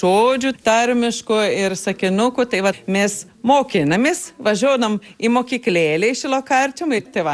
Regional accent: Bitėnai, Tauragė County, Lithuania; Jau esu šišioniškė. Gimus prieš daugiau negu pusšimtį metų čia Bitėnuose po gandrų koloniją ir mano tarmė jau yra susigulėjusi tokia, kokia čia jinai yra. Šiek tiek prie žemaičių galbūt, šiek tiek Tauragės

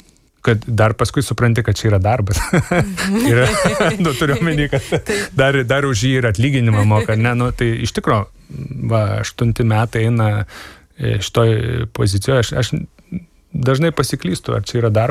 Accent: Alytus, Dzūkija, Lithuania; accent: Alytus accent; Aš esu gimęs ir užaugęs Dzūkijoje. Aš negaliu savęs vadinti dzūku, nes mano nei tėvai, nei seneliai nėra dzūkai, tai aš neturiu tos kultūrinės Dzūkijos pusės, bet aš turiu tą geografinę Dzūkijos dalį

